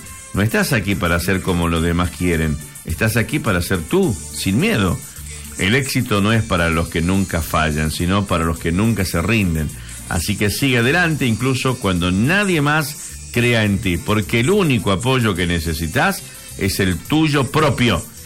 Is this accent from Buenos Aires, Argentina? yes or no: no; Campo Santo, Salta, Argentina; yo soy de Camposanto